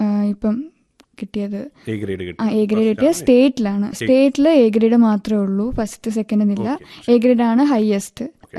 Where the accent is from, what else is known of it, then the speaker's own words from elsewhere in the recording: Thiruvananthapuram, Kerala, India; ഞാൻ ശ്രീകണ്ഠേശ്വരം ട്രിവാൻഡ്രത്തു നിന്ന് വരുന്നു.